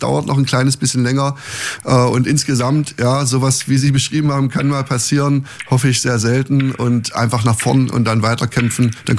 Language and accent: German; Saxony-Anhalt, Germany; aber ich wollte hier in meiner Heimat bleiben und deswegen habe ich im Harz gearbeitet.